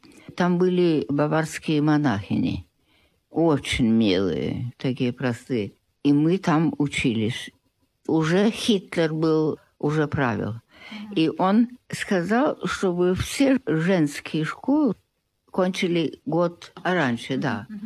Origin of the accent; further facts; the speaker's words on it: Bavaria, Germany; moved away as an adult; also born or lived in Yugoslavia / Canada; я всегда... чувствовала, что я русская, но я не была никогда в России. Мы выросли там, в Германии.